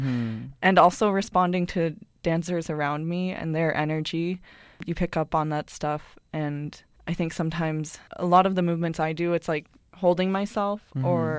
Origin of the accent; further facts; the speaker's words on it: Ontario, Canada; I'm from Munsi, which is in southwestern Ontario, and I'm part of the Loon Clan, and my home is my mom and my grandma because they're the ones that raised me. I was speaking in Ojibwe, and the last part was Lenape